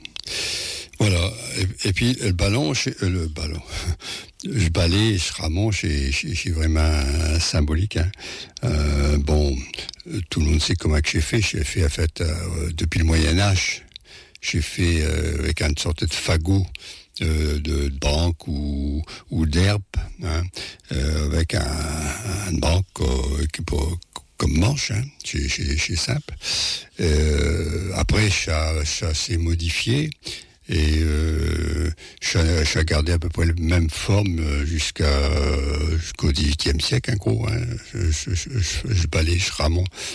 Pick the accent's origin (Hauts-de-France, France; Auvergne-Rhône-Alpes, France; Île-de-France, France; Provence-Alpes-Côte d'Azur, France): Île-de-France, France; Paris